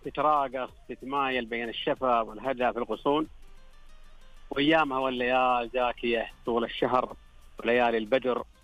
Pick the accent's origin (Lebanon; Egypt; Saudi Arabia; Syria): Saudi Arabia; Taif, Makkah Province; أنا طبعاً ابن الطايف وعاشق الطايف